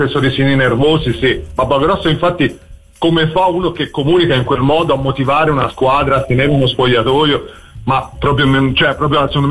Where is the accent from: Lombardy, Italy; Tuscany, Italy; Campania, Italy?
Tuscany, Italy; Cecina; Non mi interessa proprio, io poi sono di Cecina, quindi